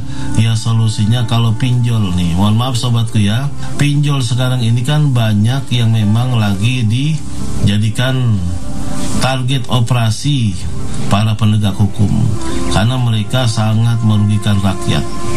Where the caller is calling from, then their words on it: Bekasi, West Java, Indonesia; Saya dari Bekasi.